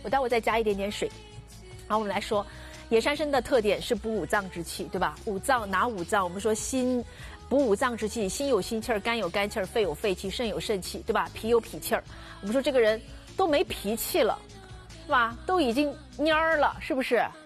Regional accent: China

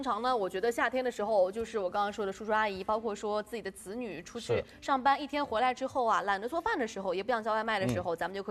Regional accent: Shanxi, China; 因为我是山西人

